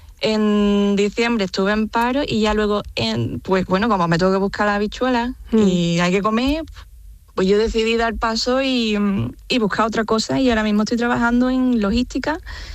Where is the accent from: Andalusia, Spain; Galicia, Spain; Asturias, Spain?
Andalusia, Spain; Seville; now in Belgium; Soy de Sevilla, capital.